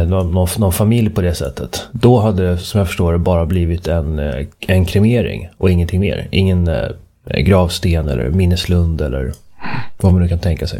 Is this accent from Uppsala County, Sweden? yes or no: yes; Uppsala, Uppsala County, Sweden; när jag växte upp i Uppsala.